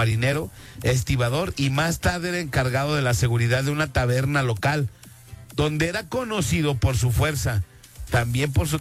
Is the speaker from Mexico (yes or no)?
yes; Mexico; somos mexicanos